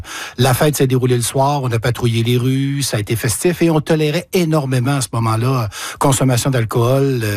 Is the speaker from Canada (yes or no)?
yes; Quebec, Canada; Fait que je n'étais jamais venu participer à une fête de la Saint-Jean, sauf dans mon coin de pays, en Beauce.